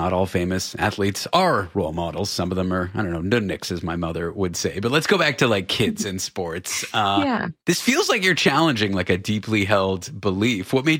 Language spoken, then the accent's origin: English; Canada; I'm from Canada and hockey was like very big growing up.